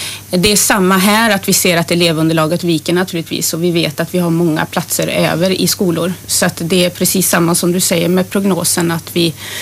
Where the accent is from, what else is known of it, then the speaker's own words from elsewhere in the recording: Trollhättan, Västra Götaland County, Sweden; Jag är 47 år gammal och inbiten Trollhättebo. Jag är född och uppvuxen på Läxtorp